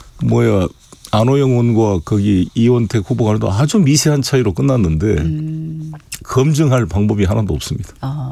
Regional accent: Honam, South Korea; moved away; 저도 호남 출신이지만

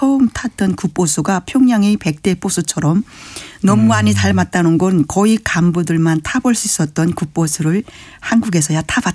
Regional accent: North Korea; now in South Korea

